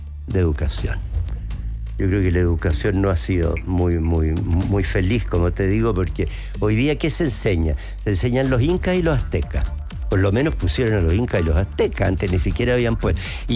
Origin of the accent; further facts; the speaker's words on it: Chile; Los más racistas que hay somos los chilenos.